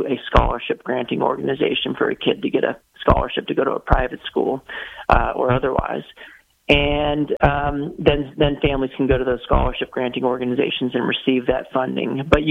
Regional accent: Texas, United States; Some states like mine in Texas, everybody's eligible

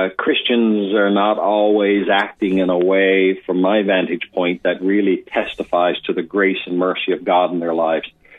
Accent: Canada; you're an American and I'm a Canadian.

